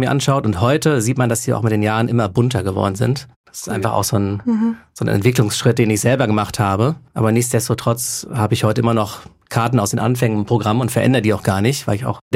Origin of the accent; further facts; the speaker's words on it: Münster, North Rhine-Westphalia, Germany; ich bin so als Münsteraner mit der Skateboard-Kultur groß geworden, mit Titus.